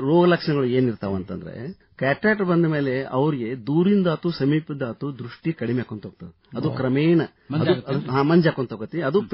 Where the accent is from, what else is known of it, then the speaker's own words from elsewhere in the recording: Dharwad, Karnataka, India; ನಾನು ಮುಖ್ಯವಾಗಿ ಧಾರವಾಡದವನು.